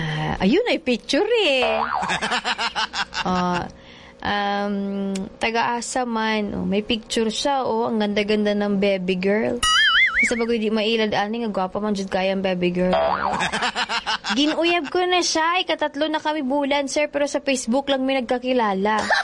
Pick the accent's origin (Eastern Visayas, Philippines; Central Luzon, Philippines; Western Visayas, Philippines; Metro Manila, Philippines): Western Visayas, Philippines; Sa FB ko lang siya nakilala, sir, pero taga Antique po ako. Taga Malaybalay Bukid nun po.